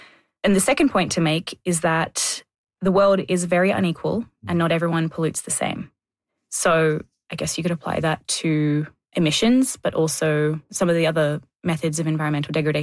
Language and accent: English; Australia; Also, I don't like spiders and I grew up in Australia, so I had plenty of exposure therapy.